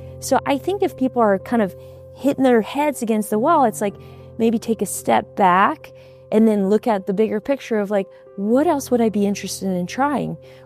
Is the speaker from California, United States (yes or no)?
no; Alaska, United States; And I'm from Alaska.